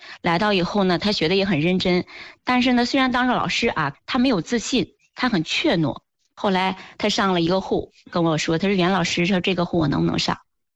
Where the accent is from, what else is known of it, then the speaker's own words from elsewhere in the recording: Hebei, China; moved away as an adult; now in Beijing, China; 首先咱们河北扶嫂的品牌优势我觉着还是真是在全国来讲能够首屈一指的